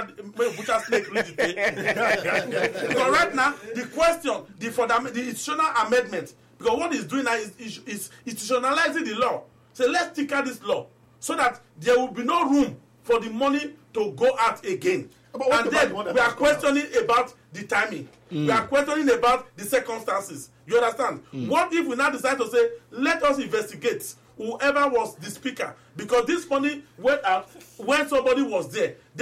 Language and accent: English; Edo, Nigeria; I'm from Esako West local government area, for example. I'm from constituency 2.